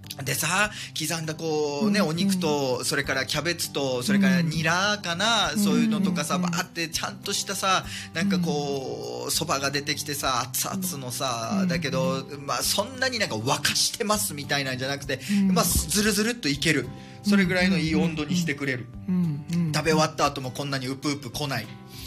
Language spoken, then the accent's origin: Japanese; Sano, Tochigi, Japan; now in Okinawa, Japan; 自分の地元なんかラーメンどころなので、うんうんうん、佐野市っていうね